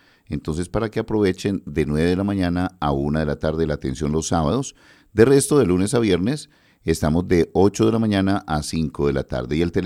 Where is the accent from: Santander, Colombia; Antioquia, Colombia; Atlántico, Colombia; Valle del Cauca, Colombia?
Antioquia, Colombia; Medellín; Ah, eres de mi tierra.